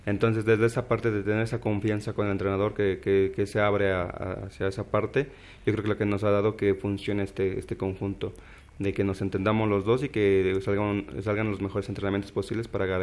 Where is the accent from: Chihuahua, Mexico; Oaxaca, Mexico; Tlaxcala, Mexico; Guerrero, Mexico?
Tlaxcala, Mexico; Xaltocan; Originario de Xaltocan.